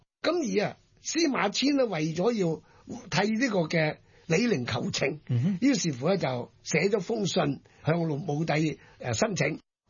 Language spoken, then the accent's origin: Cantonese; Guangdong, China; 我哋广东人都成日讲噶